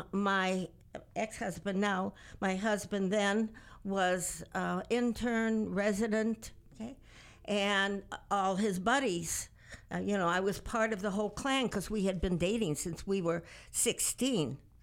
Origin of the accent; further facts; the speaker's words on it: Chicago, Illinois, United States; moved away as an adult; also born or lived in Chittenden South, Vermont; now in Vermont, United States; I was born in 38. I grew up in Chicago and had a lovely, comfortable, wonderful family life.